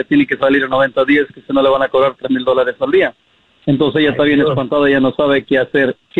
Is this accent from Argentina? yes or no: no; Mexico; Porque yo, de chiquito, pues yo en México me crié en un monte. Y en el monte, pues allá no había nada. Y ya cuando vine para acá, pues me dediqué a trabajar y hice todo lo que hice.